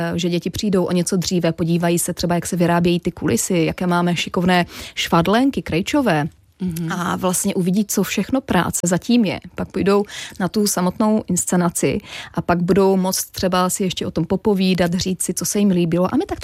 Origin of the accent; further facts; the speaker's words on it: Stanislavice, Moravian-Silesian Region, Czechia; já jsem jako původem ze Stanislavic u Českého Těšína